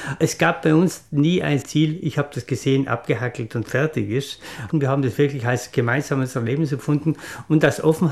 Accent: Bolzano, Trentino-Alto Adige, Italy; ich bin auch in Bozen aufgewachsen.

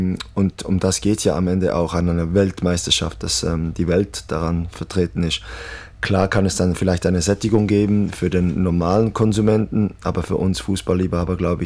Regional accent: Italy; dann blutet mir das Herz als Italiener

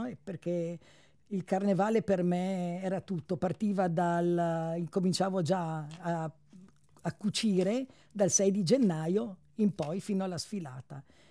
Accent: Laives, Trentino-Alto Adige, Italy; sono di Laives.

